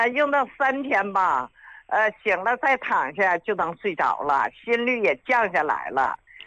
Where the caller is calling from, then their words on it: Shenyang, Liaoning, China; 我家是沈阳的。